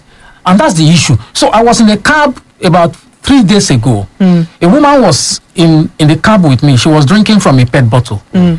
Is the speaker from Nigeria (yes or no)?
yes; Nigeria